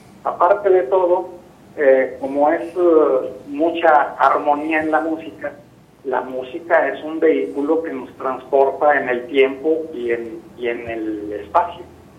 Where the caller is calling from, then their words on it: Sombrerete, Zacatecas, Mexico; de Sombrerete.